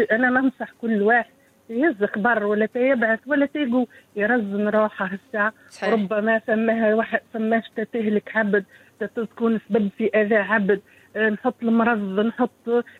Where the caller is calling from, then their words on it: southern Tunisia, Tunisia; وأنا نسكن في الجنوب أصلي من الجنوب